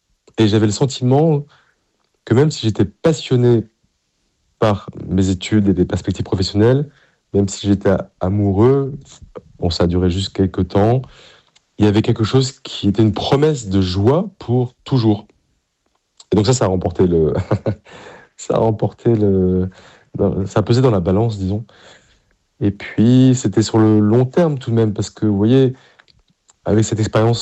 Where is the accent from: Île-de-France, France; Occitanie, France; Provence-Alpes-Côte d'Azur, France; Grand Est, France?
Île-de-France, France; Paris; là où j'ai grandi, la paroisse Saint-Médard en bas de la rue Mouffetard à Paris